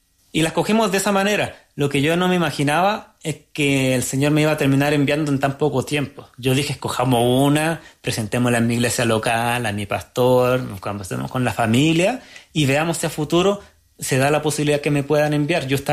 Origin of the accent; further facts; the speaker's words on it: Arica, Arica y Parinacota, Chile; soy de Arica, no una ciudad tan grande, pero todavía hay una ciudad